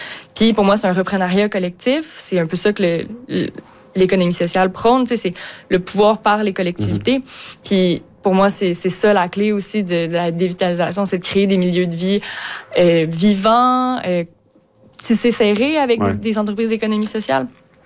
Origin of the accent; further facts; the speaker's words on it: Quebec, Canada; je viens pas de Montréal, je suis pas née là-bas. Du village où je viens, au centre du Québec, il y avait plus d'épicerie